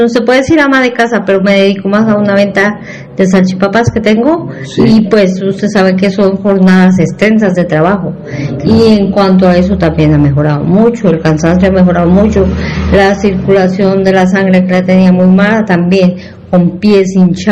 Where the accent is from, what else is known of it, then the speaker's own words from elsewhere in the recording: La Planada, Colombia; vengo de la vereda de La Planada, tengo 53 años.